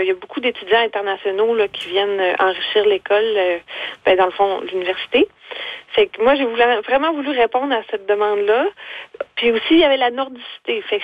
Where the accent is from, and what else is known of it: Rimouski, Quebec, Canada; born there; now in Saint-Narcisse-de-Rimouski, Canada